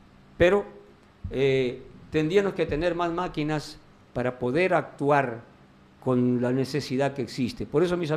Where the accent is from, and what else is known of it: Tambogrande, Piura, Peru